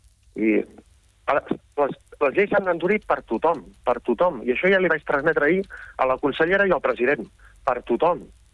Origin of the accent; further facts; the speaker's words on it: Manresa, Catalonia, Spain; jo, de fet, he nascut, he estudiat, m'he criat a Manresa i em sap molt greu tot el que està passant a Manresa.